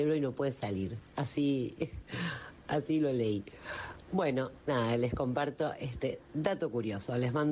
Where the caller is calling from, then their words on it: Rosario, Santa Fe, Argentina; de Rosario.